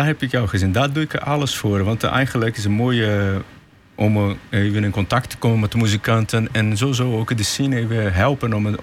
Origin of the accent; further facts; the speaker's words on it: Amazon, Brazil; Dutch is a second language; now in Netherlands; Dit is een liedje dat vertelt hoe ik ben opgegroeid in de Amazone, hoe is daar een kind zijn.